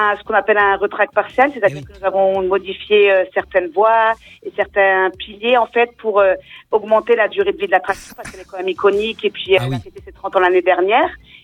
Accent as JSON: {"language": "French", "town": "Strasbourg", "region": "Grand Est", "country": "France", "moved": "yes", "lives_now": "Spain", "said": "je suis de Strasbourg."}